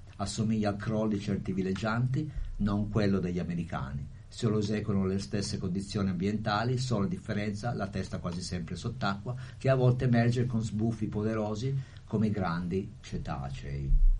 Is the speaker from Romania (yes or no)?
no; northern Italy, Italy; E anch'io sono cresciuto così, in campagna, a nord, anche se non sono siciliano